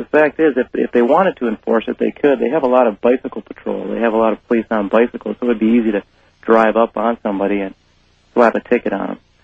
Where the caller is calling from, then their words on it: Mesa, Arizona, United States; in Mesa, Arizona.